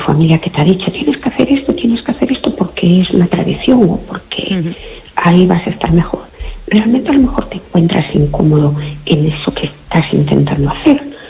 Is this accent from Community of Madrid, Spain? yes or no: no; Fene, Galicia, Spain; Buenas noches … de Fene. ¿Qué tal?